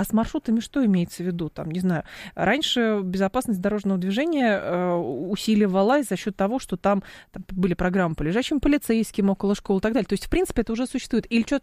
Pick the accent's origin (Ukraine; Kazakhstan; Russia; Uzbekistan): Russia; Lyubertsy, Moscow Oblast; Я же из Люберец.